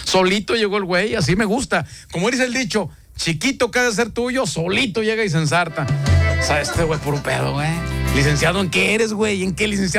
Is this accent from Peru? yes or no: no; Murcia, Region of Murcia, Spain; sí, soy español, es español el apellido, soy de España, soy de Murcia, de Murcia, España.